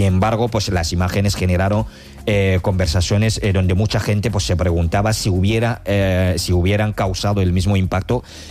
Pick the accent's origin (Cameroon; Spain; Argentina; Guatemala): Cameroon; Sí, hombre. Soy de Camerún.